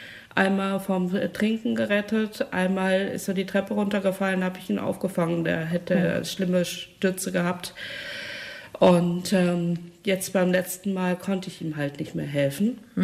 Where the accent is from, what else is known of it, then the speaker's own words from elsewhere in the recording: Rheda-Wiedenbrück, North Rhine-Westphalia, Germany; born there; moved away as an adult; now in Hamm, Germany; ich bin nicht gebürtige Hammenserin. Ich wohne erst seit 2011 in Hamm. Gebürtig komme ich aus Reda-Wiedenbrück.